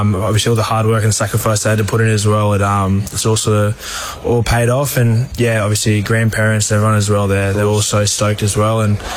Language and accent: English; Queensland, Australia; being a Queenslander